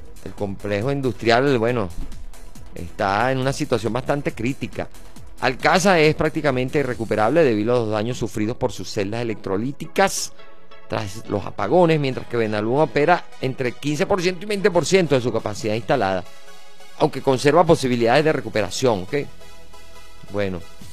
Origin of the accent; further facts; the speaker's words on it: Venezuela; nuestra querida y hermosa Venezuela